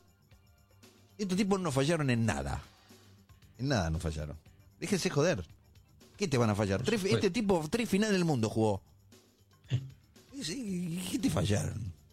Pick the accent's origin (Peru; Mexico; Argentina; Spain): Argentina; hoy soy más argentino que ayer, yo también.